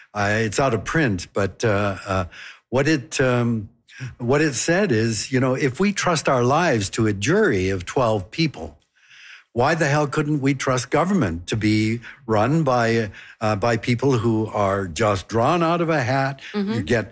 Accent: Vancouver, British Columbia, Canada; You know, I was born in Vancouver, and we lived in Marpole. And as a kid, I used to go fishing for trout in a creek that no longer exists in Vancouver.

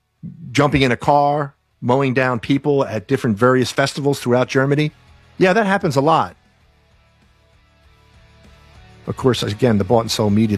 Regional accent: Ireland; born there

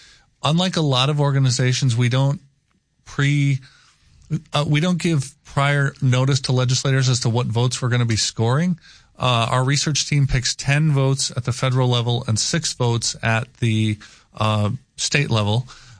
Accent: Wisconsin, United States; my home state of Wisconsin

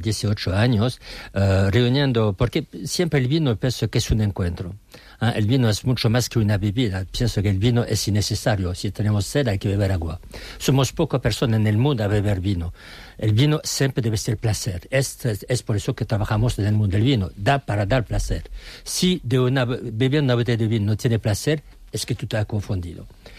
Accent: Bordeaux, Nouvelle-Aquitaine, France; Spanish is a second language; now in Valladolid, Spain; vengo de una ciudad, Burdeos, en Francia, que es una ciudad como Valladolid, es una cuna de vino.

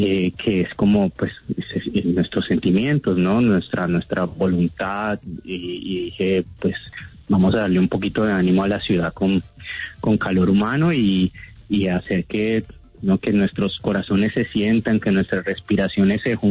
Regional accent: Cali, Valle del Cauca, Colombia; entender que como caleños y caleñas estamos pues juntos en esta situación

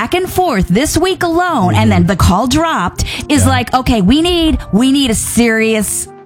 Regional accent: Mount Prospect, Illinois, United States; That's my hometown.

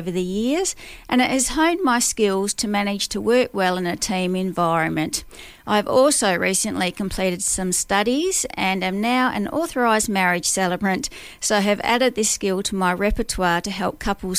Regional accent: Boorup Brook, Western Australia, Australia; I grew up in Boorup Brook, which is a small country town about an hour and 20-minute drive from Harvey.

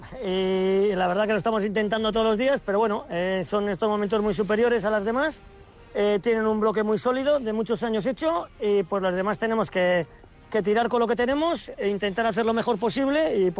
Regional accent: Pasaia, Basque Country, Spain; soy de San Pedro, he remado también en San Pedro, y claro, los que somos de ahí de la bahía

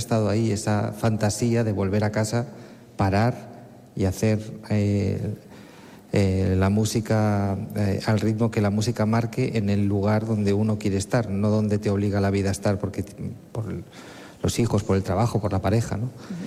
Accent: Cantabria, Spain

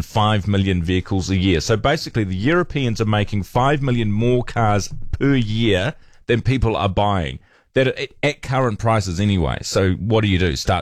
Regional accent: Wellington, New Zealand; I'm from Wellington

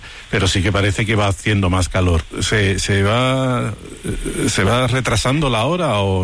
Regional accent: Seville, Andalusia, Spain; yo me acuerdo de chico o de pequeño, claro, en Triana

